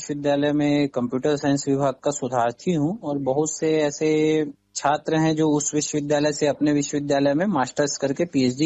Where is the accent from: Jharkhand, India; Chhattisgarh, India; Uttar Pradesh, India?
Chhattisgarh, India; Sakri; मैं मूलतः बिलासपुर के सकरी का निवासी हूँ।